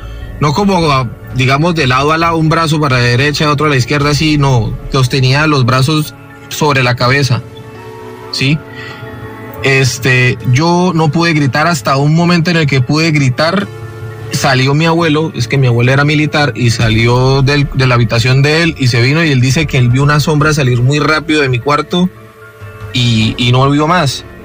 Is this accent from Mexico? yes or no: no; Cúcuta, Norte de Santander, Colombia; Yo soy de Cúcuta, norte de Santander.